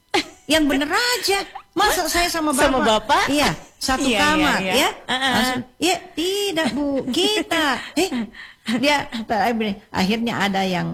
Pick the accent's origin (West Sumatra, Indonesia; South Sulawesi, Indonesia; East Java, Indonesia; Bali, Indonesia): South Sulawesi, Indonesia; Kalau kita orang Sulawesi Selatan itu kita Anda.